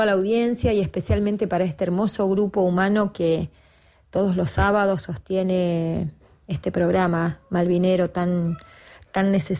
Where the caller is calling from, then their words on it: Puerto Madryn, Chubut, Argentina; desde Puerto Madryn les dejo un cálido saludo